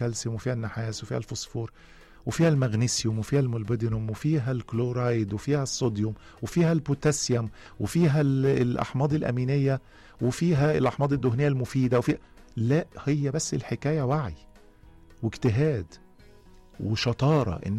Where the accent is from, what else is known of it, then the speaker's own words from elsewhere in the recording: Egypt; مش احنا بس كمصريين